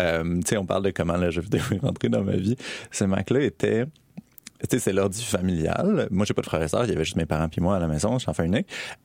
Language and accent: French; Montreal, Quebec, Canada; j'ai grandi à Montréal, dans le Mainland, avec deux parents qui habitaient là.